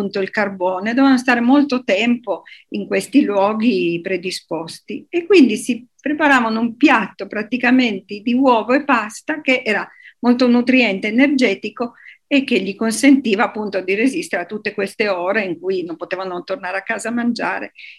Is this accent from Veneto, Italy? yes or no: no; Turin, Piedmont, Italy